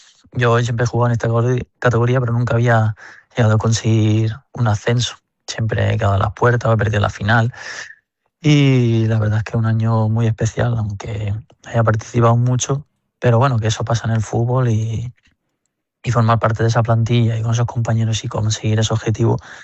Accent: Mallorca, Balearic Islands, Spain; born there; also born or lived in Manchester, United Kingdom; now in Puente Genil, Spain; nací en Manchester y con 9 años decidí mis padres que querían terminar viviendo en Mallorca y en España y no me quedó otra.

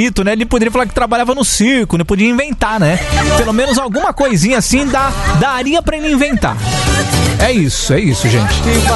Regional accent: Itu, São Paulo, Brazil; born there; Eu nasci em Itu.

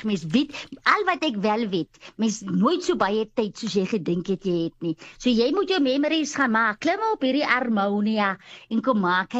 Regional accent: Garies, Northern Cape, South Africa; Kyk, ek kom van Garries, né? En daar leer jy swem op 'n nat waslap.

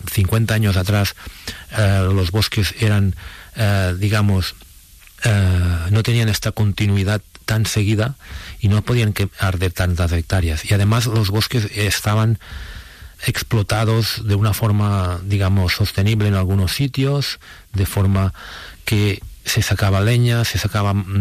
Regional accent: Sant Sadurní d'Anoia, Catalonia, Spain; born or raised there

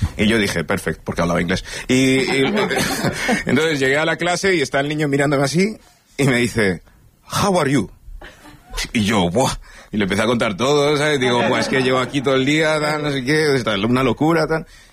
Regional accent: Nigeria; soy de África, lo habéis adivinado bien. Pero soy de Nigeria, más concretamente, ¿vale?

